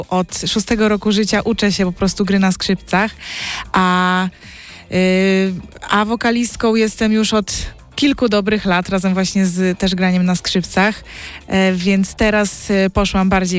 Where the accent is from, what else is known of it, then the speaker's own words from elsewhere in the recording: Lublin, Lublin Voivodeship, Poland; moved away as an adult; now in Warsaw, Poland; Dzisiaj przyjechałam z Warszawy, bo akurat aktualnie mieszkam w Warszawie, ale pochodzę z Lublina i tam właśnie studiowałam.